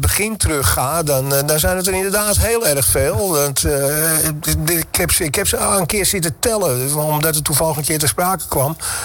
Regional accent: Amsterdam, North Holland, Netherlands; Nee, ik ben een Amsterdammer en dat kun je ook horen.

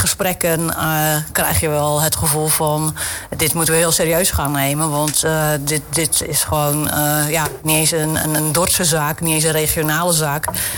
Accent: Zeeland, Netherlands; ik kom uit Zeeuws-Vlaanderen en ik heb 23 jaar van mijn leven in de Westerschelde rondgebracht.

